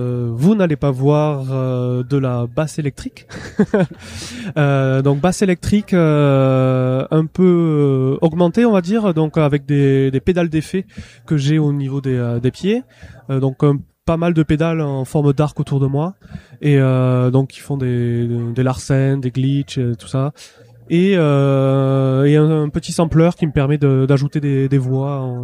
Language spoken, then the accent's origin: French; Occitanie, France; je viens des Hautes-Pyrénées donc j'ai eu des cours de gascon. Quand j'étais au collège, mais il m'en reste à peu près rien.